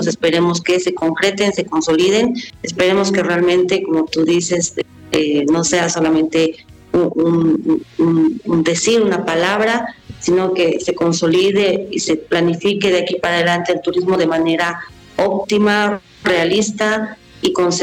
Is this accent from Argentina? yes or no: no; La Paz, Bolivia; como bolivianos, las señas, seguimos acá poniendo el hombro a nuestro departamento y a nuestra ciudad de La Paz.